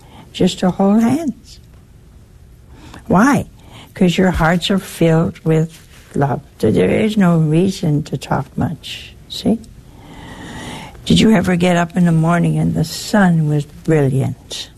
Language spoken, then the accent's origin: English; Ohio, United States; Oh, hey, that's my home state.